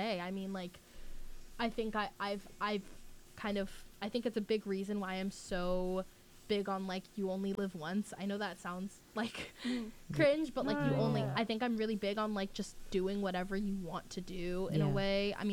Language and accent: English; Florida, United States; and we were, because I'm from Florida, and I'm